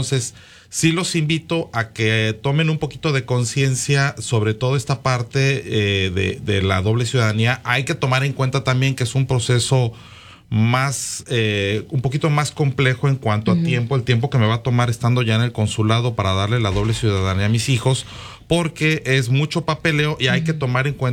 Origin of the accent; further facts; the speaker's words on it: Mexico; now in United States; porque yo soy mexicano